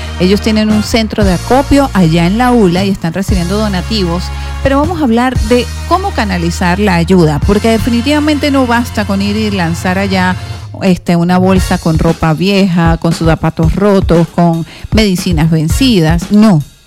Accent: Venezuela; aparte de lo que estamos viviendo todos como venezolanos

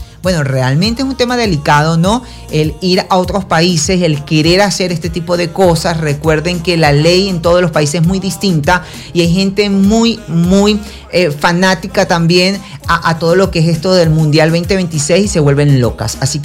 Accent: Venezuela

